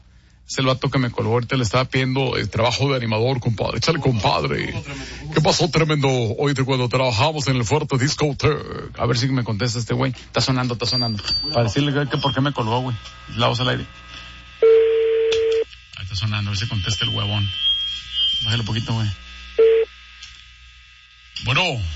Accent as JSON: {"language": "Spanish", "town": "Torreón", "region": "Coahuila", "country": "Mexico", "said": "yo no soy de aquí, yo vengo de fuera, soy de Torreón, nomás que pues voy llegando aquí a la ciudad y pues yo allá era animador en Torreón"}